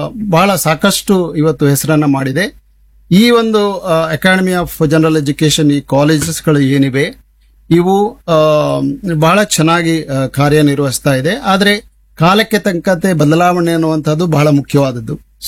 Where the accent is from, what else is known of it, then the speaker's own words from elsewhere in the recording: Idagunji, Karnataka, India; ನಮ್ದು ಊರು ಇಡಗುಂಜಿ. ವಿದ್ಯಾಭ್ಯಾಸ ಎಲ್ಲ ಕನ್ನಡ ಮೀಡಿಯಂ